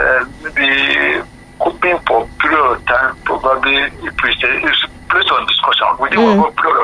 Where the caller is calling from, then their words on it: Lagos, Nigeria; I'm calling from Lagos.